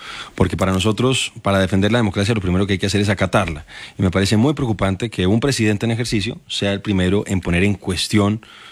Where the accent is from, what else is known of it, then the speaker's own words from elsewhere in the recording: Bogotá, Colombia; Bogotano.